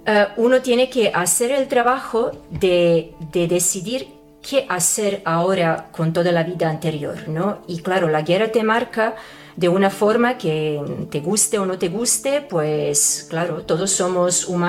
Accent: Serbia; moved away; Yo tengo que admitir de que realmente cuando salí de Serbia yo estaba agotada.

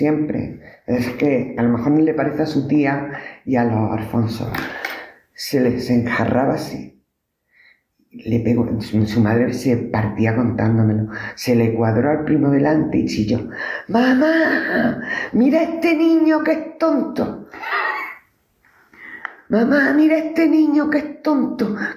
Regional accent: Huesca, Aragon, Spain; now in Granada, Spain; Y yo ya, como llevo 7 años, yo luego ya soy de Granada. No, nunca seré de Huesca.

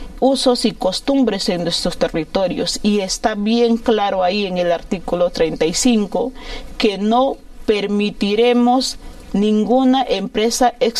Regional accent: Peru; porque nosotros como peruanos no nos sentimos representados por ella.

